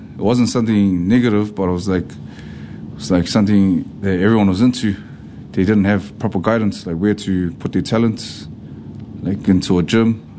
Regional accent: Auckland, New Zealand; I was raised in Otara, so there's a lot of fighters in Otara

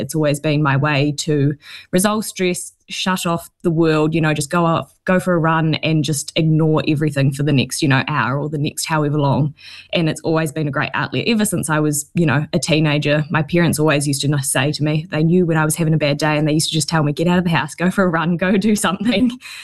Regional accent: Canterbury, New Zealand; born or raised there

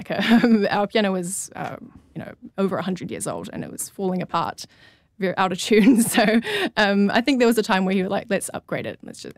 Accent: Wellington, New Zealand; so I grew up in Tawa

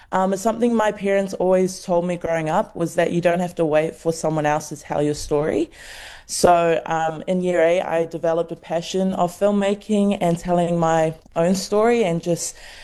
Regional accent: Taiwan; While growing up in Taiwan overseas, my connection back home was just like watching films.

